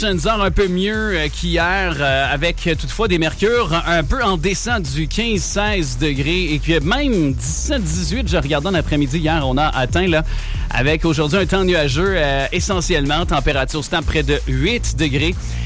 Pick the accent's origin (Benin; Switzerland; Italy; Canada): Canada; Quebec; born or raised there